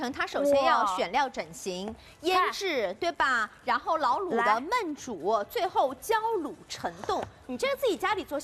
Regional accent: Shanghai, China; 我们上海人经常在请客吃饭的时候，冷菜里面啊经常会有它。

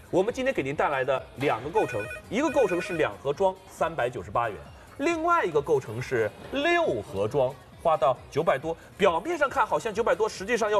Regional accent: China; 我们中国人老祖宗养生也是这样的，用天然的食材

